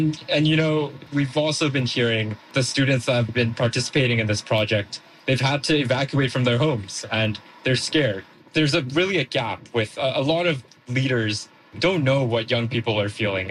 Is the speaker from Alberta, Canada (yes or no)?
yes; Edmonton, Alberta, Canada